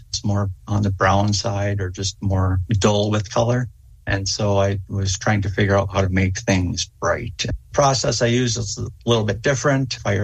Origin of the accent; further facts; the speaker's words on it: San Diego, California, United States; moved away; also born or lived in Virginia, Minnesota; I was born in Virginia, Minnesota, and I grew up in San Diego, California. So I grew up around a lot of graffiti art, around a lot of homeless people